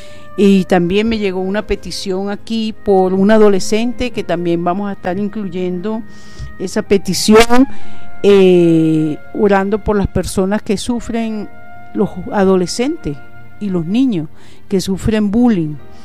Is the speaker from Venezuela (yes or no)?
yes; Venezuela; nuestra nación Venezuela